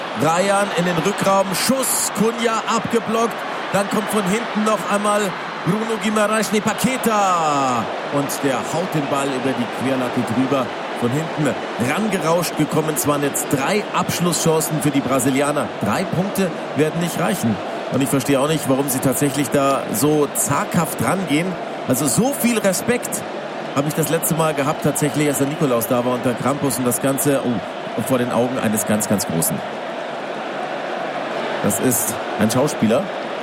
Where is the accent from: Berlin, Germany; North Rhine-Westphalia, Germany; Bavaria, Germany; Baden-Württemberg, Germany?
Bavaria, Germany; als Bayer komme ich natürlich aus einem Bundesland, wo ich nur mit den Bergen verheiratet bin.